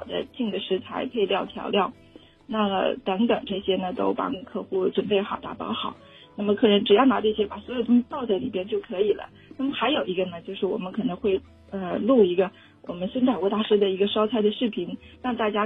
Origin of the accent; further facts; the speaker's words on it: Shanghai, China; 因为葱油大家作为我们上海人来讲都会来制作这个葱油的